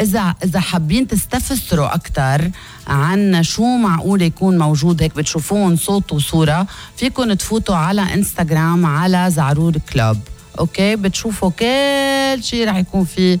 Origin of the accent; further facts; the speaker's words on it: Lebanon; نحن اللبنانية